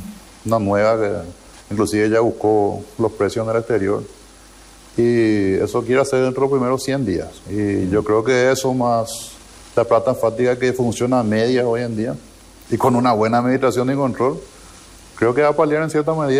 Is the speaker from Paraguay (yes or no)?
yes; Paraguay; a mí como paraguayo